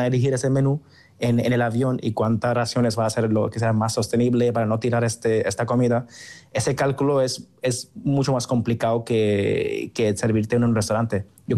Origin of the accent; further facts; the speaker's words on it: India; Pero yo, no sé, por mis gustos, que al final yo soy de la India